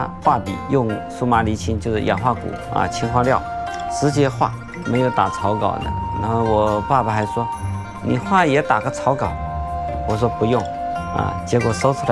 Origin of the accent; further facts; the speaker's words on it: Jingdezhen, Jiangxi, China; 我们家乡也通上了高铁啊，这是让景德镇特别开心的事情。